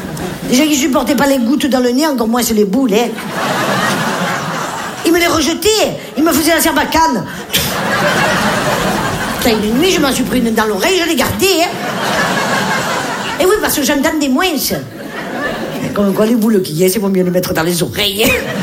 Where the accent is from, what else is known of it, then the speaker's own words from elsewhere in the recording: Nice, Provence-Alpes-Côte d'Azur, France; Et moi, je l'ai fait comme on l'a fait chez nous à Nice, à la pomme de terre.